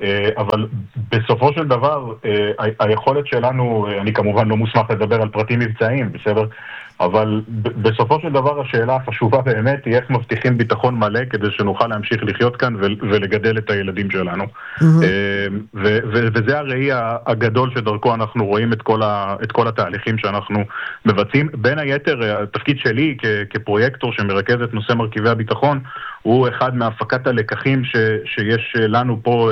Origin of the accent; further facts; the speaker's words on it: Netivot, Southern District, Israel; now in Nahal Oz, Israel; מהעיר נתיבות.